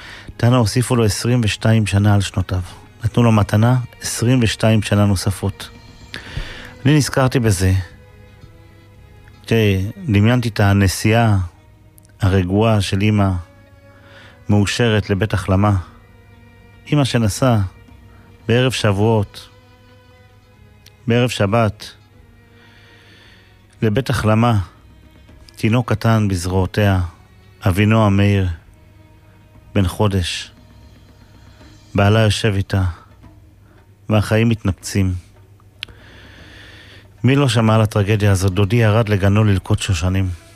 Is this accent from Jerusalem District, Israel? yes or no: no; Safed, Northern District, Israel; קבור בצפת ברחוב לוחמי הגטאות. שם גדלנו, היינו הולכים הרבה פעמים לקבר הזה של הצדיק הקדוש הזה